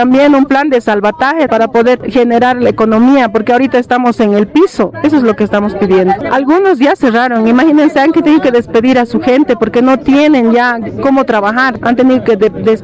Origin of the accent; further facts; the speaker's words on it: Bolivia; al final somos bolivianos